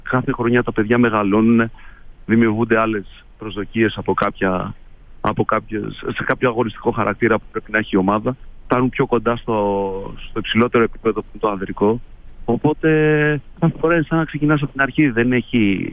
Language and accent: Greek; Greece